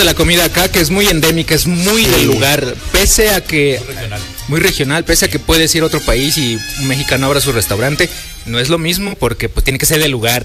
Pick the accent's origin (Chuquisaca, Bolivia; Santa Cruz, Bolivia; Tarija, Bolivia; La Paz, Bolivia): La Paz, Bolivia; moved away; Bueno, pues soy de La Paz, de la ciudad de La Paz.